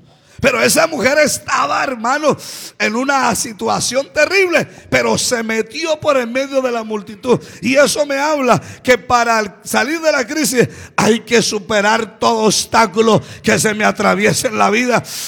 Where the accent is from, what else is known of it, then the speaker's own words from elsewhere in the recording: Santander, Colombia; moved away; Yo no soy paisa, soy santandereano.